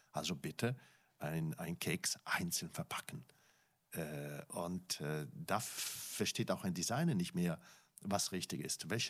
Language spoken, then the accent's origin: German; Italy; German is a second language; now in Germany; Als ich als Italiener irgendwann nach Deutschland kam, wollte ich gerne Generalist sein.